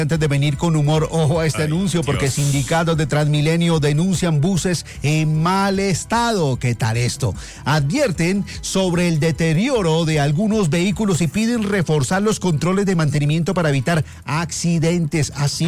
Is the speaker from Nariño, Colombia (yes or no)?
yes; Pasto, Nariño, Colombia; also born or lived in Malambo; Yo nací en Malambo, pero me crié en Pasto.